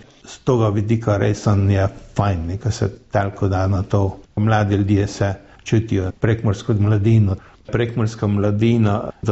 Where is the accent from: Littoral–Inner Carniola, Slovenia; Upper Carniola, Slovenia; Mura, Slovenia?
Mura, Slovenia; Renkovci; born there; now in Beltinci, Slovenia; Za Beltinčara, ne vem, če si že lejko razglasim, če gledi, že 30 leti živim, ovak sem jaz, rojen je Renkovčar.